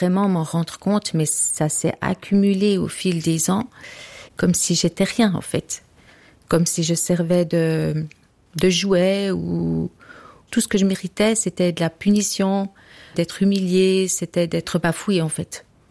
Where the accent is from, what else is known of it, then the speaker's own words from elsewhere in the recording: Burkina Faso; Moi, je suis née au Burkina Faso, de parents missionnaires, et c'était très bien comme ça. Ils m'ont donné beaucoup d'amour, d'affection. J'ai été dans une école là-bas.